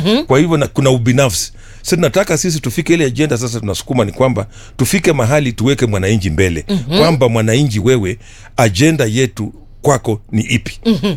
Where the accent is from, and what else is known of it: Western Kenya, Kenya